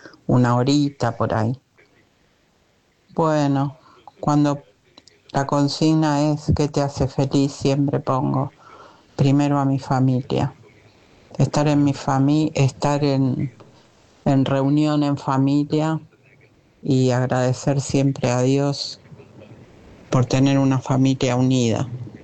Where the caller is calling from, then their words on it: Buenos Aires, Argentina; de Villa del Parque